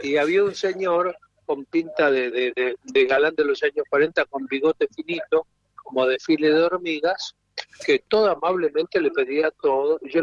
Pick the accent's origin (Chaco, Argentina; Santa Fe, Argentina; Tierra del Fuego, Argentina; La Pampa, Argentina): Tierra del Fuego, Argentina; Me enteré hoy, yo de chico estaba en Tierra del Fuego